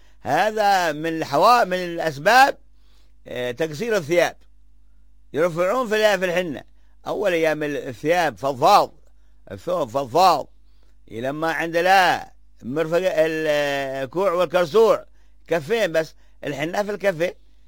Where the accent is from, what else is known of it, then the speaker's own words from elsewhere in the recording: Hadhramaut, Yemen; عندنا في حضرموت